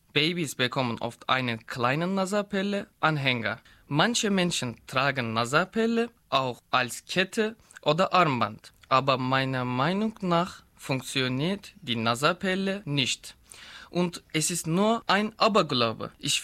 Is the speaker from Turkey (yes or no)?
yes; Turkey; German is a second language; ich komme aus der Türkei.